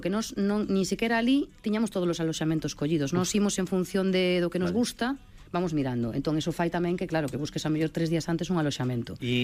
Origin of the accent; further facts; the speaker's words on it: Galicia, Spain; pero que sendo español e galego, pois, é moi